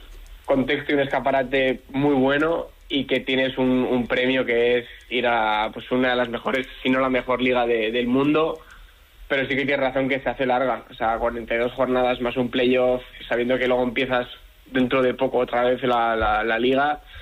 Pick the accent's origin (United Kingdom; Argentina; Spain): Spain; Bilbao, Basque Country; yo pues soy de Bilbao y estoy muy cerca y llevo ya muchos años en este club